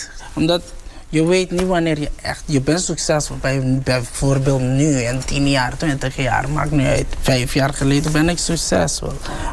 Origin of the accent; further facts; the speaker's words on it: Caribbean Netherlands; ik kom van Bonaire, we spreken Papiaments.